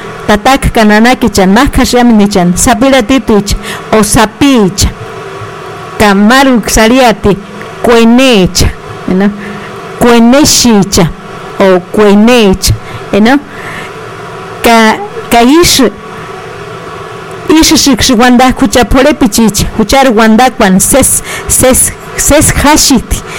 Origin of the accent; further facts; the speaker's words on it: Michoacán, Mexico; first language Purépecha; es que vamos a traducir verdaderamente nuestra lengua purépecha, pues no, porque cada quien tenemos nuestra forma de hablar.